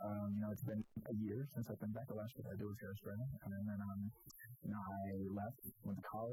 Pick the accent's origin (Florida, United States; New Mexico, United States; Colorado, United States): Florida, United States; moved away; I'm originally from Daniel, Florida.